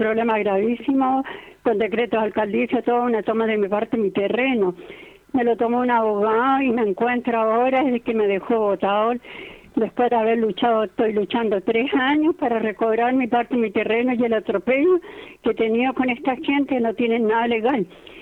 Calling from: Viña del Mar, Valparaíso, Chile; vivo en Recreo.

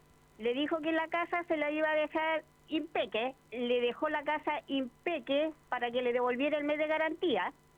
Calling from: Viña del Mar, Valparaíso, Chile; De Viña del Mar, Cuatro Poniente. Por acá estoy trabajando.

